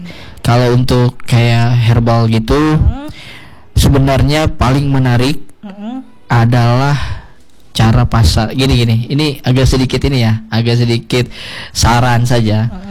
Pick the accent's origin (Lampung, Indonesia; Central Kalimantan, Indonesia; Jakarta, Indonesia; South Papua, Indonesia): Central Kalimantan, Indonesia; Diriset sebuah karya kita, orang Kalimantan Tengah.